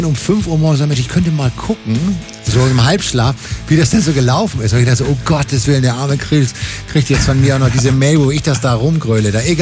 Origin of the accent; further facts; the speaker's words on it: Hamburg, Germany